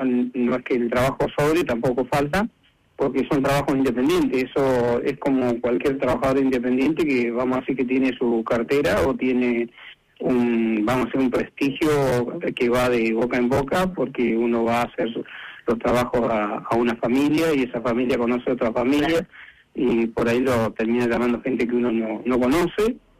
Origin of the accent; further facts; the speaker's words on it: Rawson, Chubut, Argentina; Yo vengo de Rawson, no soy de acá de Trelew.